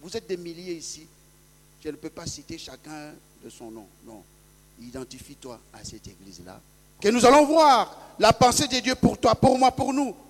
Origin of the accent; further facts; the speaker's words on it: DR Congo; moi, je suis de la RDC, mais quand je cite mon village, on va chercher dans la carte, on n'en trouvera pas. Mais je suis fier d'être né là-bas, de grandir dans cette poussière.